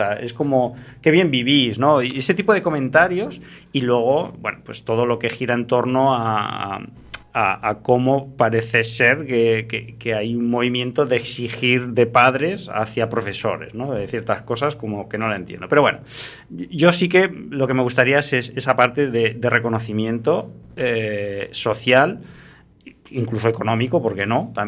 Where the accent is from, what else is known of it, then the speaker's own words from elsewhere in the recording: Basque Country, Spain; Luego dicen de los gallegos y los vascos. Ya, yo soy vasco.